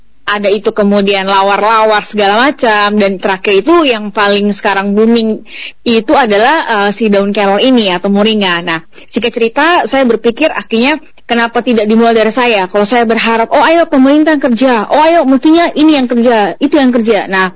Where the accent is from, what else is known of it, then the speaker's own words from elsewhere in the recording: Timor Island, East Nusa Tenggara, Indonesia; saya lahir dan besar di Pulau Timor, kemudian saya pergi merantau